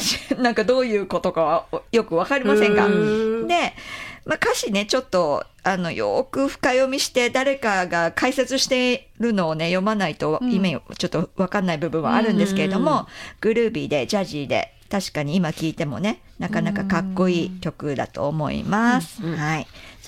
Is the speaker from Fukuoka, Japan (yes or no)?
yes; Fukuoka, Japan; also born or lived in Saitama; 生まれは埼玉県で、うん、お父さんの仕事の関係で、うん、小学生の時に福岡県へ移り住んだことになったんですけれども